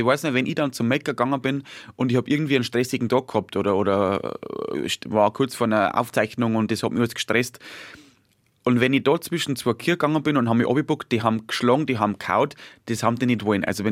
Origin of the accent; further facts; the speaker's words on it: Bavaria, Germany; wenn ich zum Zeilen in Niederbayern oder da, wo ich herkomme, sagt man zum Maker Zeilen